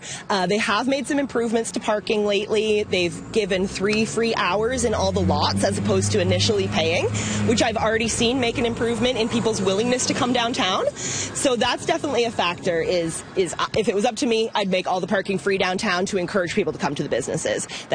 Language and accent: English; Ingersoll, Ontario, Canada; I grew up in Ingersoll and had a business in downtown Ingersoll, my family did.